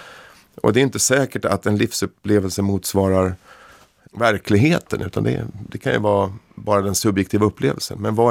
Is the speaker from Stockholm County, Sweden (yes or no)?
yes; Stockholm County, Sweden; Nu kommer jag från Stockholms förort, så det är inte några jätteskogar det handlar om